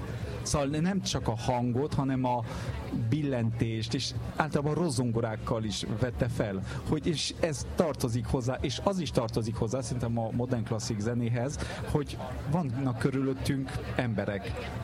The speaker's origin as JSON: {"language": "Hungarian", "country": "France", "said": "Én francia vagyok."}